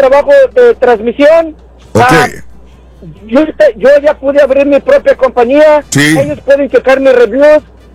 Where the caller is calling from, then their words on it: Houston, Texas, United States; Yo vivo en Houston, sí.